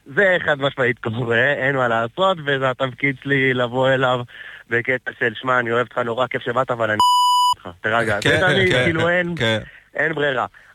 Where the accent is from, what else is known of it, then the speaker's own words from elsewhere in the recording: Rishon LeZion, Central District, Israel; אני מראשון לציון.